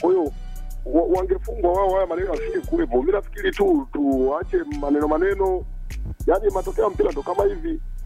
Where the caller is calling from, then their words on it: Maguliro, Tanzania; wa Maguliro hapa baba.